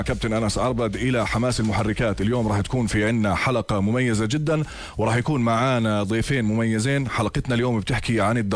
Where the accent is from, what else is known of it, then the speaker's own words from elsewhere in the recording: Jordan; احنا عندنا في الأردن